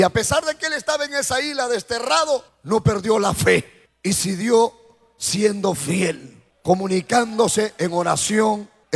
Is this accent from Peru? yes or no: yes; Chiclayo, Lambayeque, Peru; Nosotros somos los peruanos, porque nacimos en Perú. Y aún estando en Perú, nosotros somos chiclayanos, porque somos de la ciudad de Chiclayo.